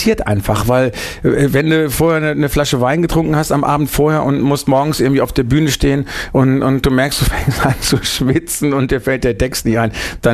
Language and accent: German; Bielefeld, North Rhine-Westphalia, Germany; und dann haben wir eine freie Gruppe gegründet in Bielefeld damals noch, meine Heimatstadt, Ende der 70er.